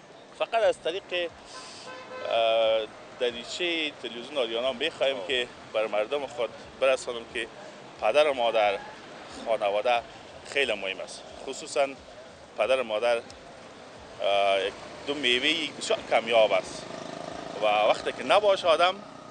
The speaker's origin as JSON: {"language": "Persian", "region": "Baghlan", "country": "Afghanistan", "said": "اگر چه دور نیزدیم ولایت هست ما از بغلان هستیم، میبینم گریانم میگیره"}